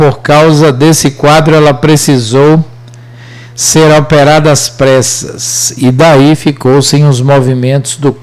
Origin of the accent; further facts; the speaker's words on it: Maragogipe, Bahia, Brazil; 3-0 para minha terrinha boa.